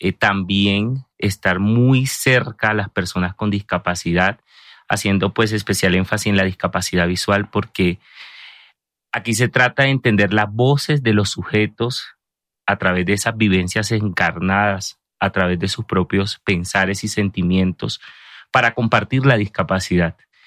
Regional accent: Barranquilla, Atlántico, Colombia; soy costeño, barranquillero, para que me conozcan un poco.

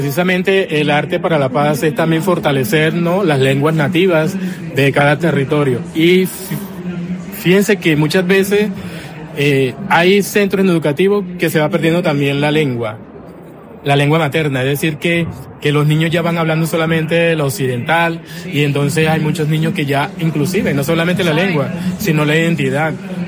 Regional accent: Aracataca, Magdalena, Colombia; born there; now in La Guajira, Colombia; yo soy del Magdalena, nací en Aracataca, Magdalena, esa tierra de Macondo que me ha enseñado mucho, y precisamente de Macondo, como yo nací allá en una casita de bareque, en una casita de barro

